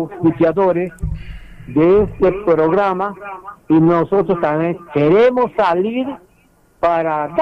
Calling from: San Martín, Peru; para compartir en Agua No Muy Una el día del aniversario de mi pueblo

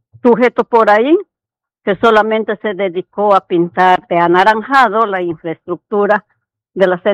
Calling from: Peru

